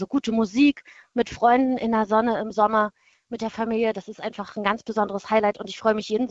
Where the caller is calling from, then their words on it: Halle, Saxony-Anhalt, Germany; ich komme aus Halle.